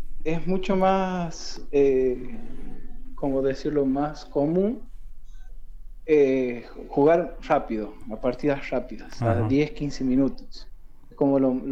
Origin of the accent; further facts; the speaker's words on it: La Rioja, Argentina; moved away; de donde yo soy, que de La Rioja